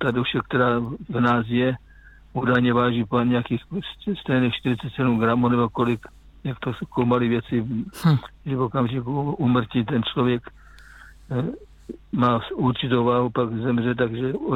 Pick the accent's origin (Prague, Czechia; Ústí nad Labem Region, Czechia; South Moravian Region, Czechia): South Moravian Region, Czechia; Žeravice; also born or lived in Kopřivnice; já jsem teda z Kopřivnice, ale vyrůstal jsem v Žeravicích, takže to je 6 km od Bzence.